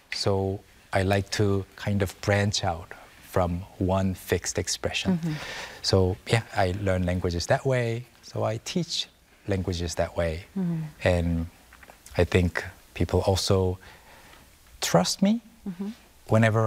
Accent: South Korea; born there; English is a second language; I had to learn English the hard way in Korea, almost by myself.

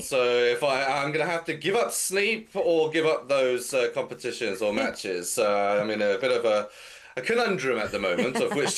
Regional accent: England, United Kingdom; I am from England

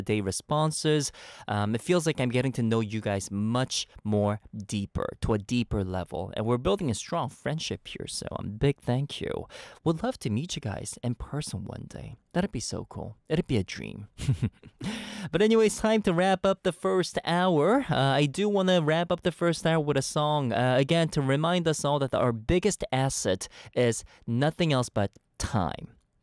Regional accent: Montreal, Quebec, Canada; I come from Montreal and we're heavily affected by French culture too.

